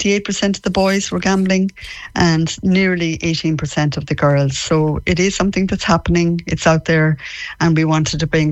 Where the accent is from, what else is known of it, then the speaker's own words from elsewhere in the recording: Mayo, Connacht, Ireland; moved away; I'm a Mayo woman myself.